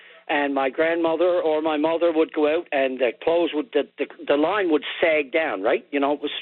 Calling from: Heart's Delight-Islington, Newfoundland and Labrador, Canada; I'm calling from out in Heart's Delight, Islington, in Trinity Bay.

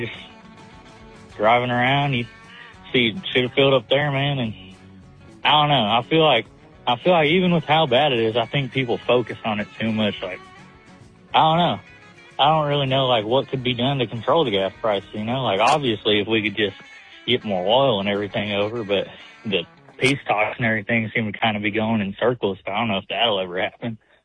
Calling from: Tennessee, United States; Oh, I'm around Tennessee.

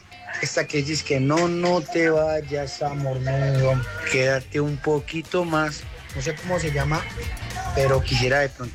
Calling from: Copacabana, Antioquia, Colombia; Hola, buenas tardes, Sierra, de acá, desde el barrio Cristo Rey.

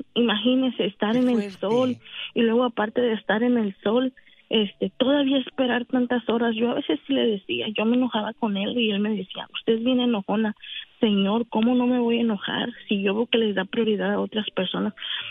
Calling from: Sacramento, California, United States; aquí donde vivo en Sacramento

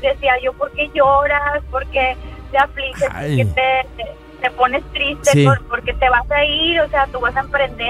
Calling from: Monterrey, Nuevo León, Mexico; Yo soy de Monterrey, Nuevo León.

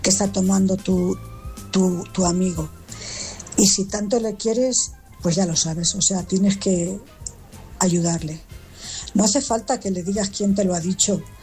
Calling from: Cuenca, Castilla-La Mancha, Spain; Buenas noches … corresponsal de Cuenca.

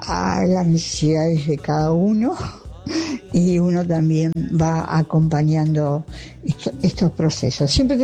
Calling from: Villa Martelli, Buenos Aires Province, Argentina; de Villa Martelli

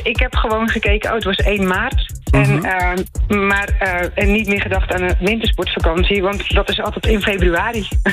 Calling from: Schagerbrug, North Holland, Netherlands; Ik kom uit Schagenbrug.

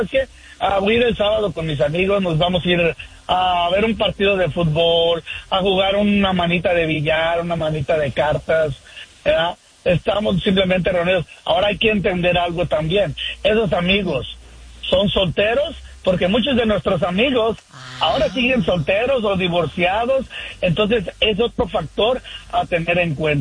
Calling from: Sacramento, California, United States; Buen día, aquí de Sacramento

